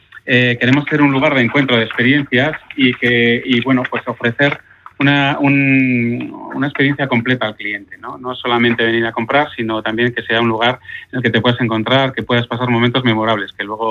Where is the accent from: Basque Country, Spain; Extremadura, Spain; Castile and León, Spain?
Basque Country, Spain; Vitoria-Gasteiz; moved away; Para mí también es una vuelta a casa porque yo soy de Vitoria.